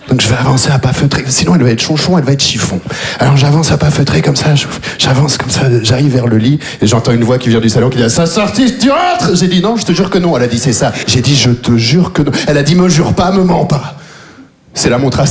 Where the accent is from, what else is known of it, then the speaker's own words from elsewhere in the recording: Belgium; Je viens de Belgique, je suis arrivé en Belgique quand j'avais 3 ans, j'ai vécu toute ma vie là-bas.